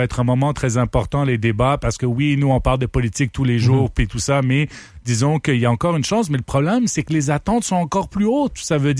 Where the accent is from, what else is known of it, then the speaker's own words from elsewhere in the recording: Ottawa, Ontario, Canada; Moi, je viens d'Ottawa